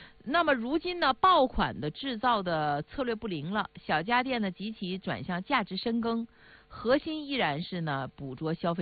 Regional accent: Northeast China, China; accent: Northeastern; 起早就是用我们东北话说

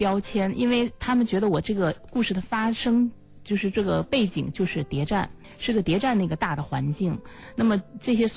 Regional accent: Xi'an, Shaanxi, China; born there; 因为我的出生地是在西安。

